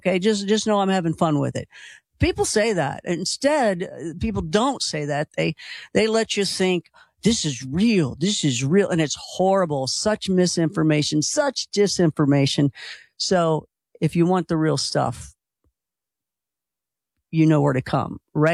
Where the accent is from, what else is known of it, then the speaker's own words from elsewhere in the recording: Philadelphia, Pennsylvania, United States; Yeah, I'm Philly, yeah.